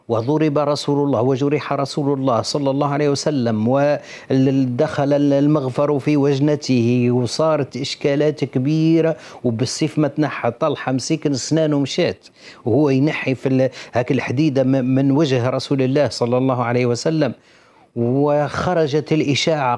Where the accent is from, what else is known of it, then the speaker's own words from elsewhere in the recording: Tunisia; accent: Tunisian; كما نقولوا احنا باللهجة التونسية